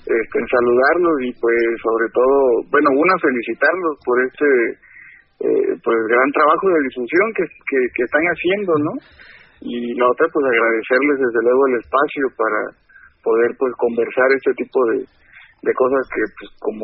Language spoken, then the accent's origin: Spanish; Tlacotalpan, Veracruz, Mexico; si bien crecí en Tlacotalpan toda mi familia, y yo crecí un buen rato en una comunidad rural, en una ranchería de Tlacotalpan, que se llama el Xúchil, o La Morelos.